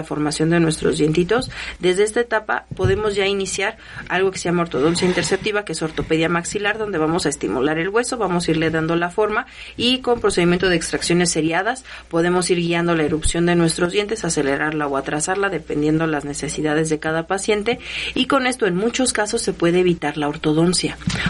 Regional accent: Mexico; hoy es el momento de apoyar como mexicanos

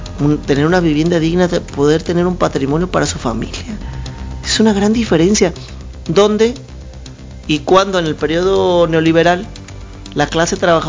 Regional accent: Mexico; Todos somos mexicanos, compartimos raíces, historia, identidad, valores.

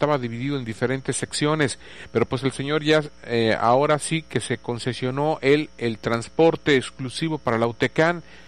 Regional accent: Ciudad del Carmen, Campeche, Mexico; Acuérdense que somos campechanos también, ¿eh? Somos carmelitas de Campeche.

